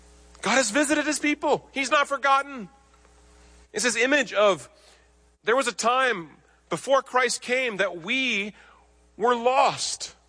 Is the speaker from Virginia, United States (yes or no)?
no; Nebraska, United States; You city folk might not know this, but I grew up in Nebraska, and my grandpa raised cattle